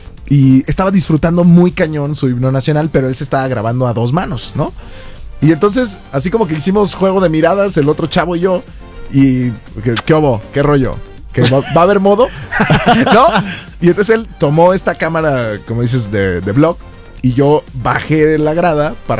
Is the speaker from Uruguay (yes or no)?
no; Mexico; qué chidos somos los mexicanos